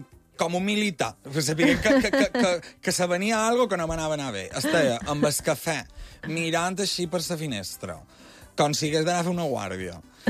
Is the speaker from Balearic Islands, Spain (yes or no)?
yes; Balearic Islands, Spain; a mi com a mallorquí no me passarà.